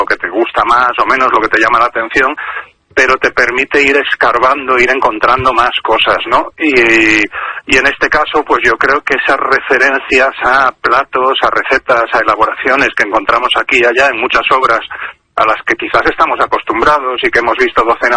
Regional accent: Galicia, Spain; Yo creo que siendo gallego, lo de hablar de comida, lo de pensar sobre comida, lo llevo en el ADN.

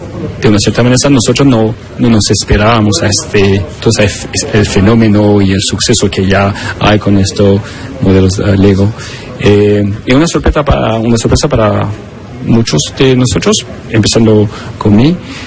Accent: France; also born or lived in Chile; yo nací en Chile, crecí en Francia

